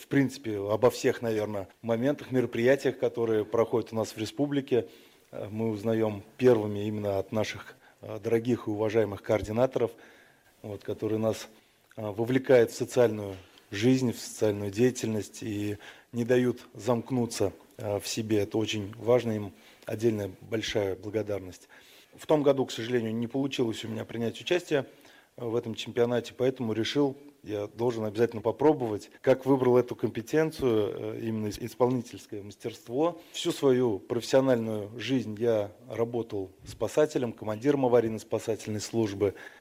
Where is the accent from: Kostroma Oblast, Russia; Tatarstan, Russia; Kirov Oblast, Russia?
Tatarstan, Russia; Pestrechinsky District; я сам из Пестреченского района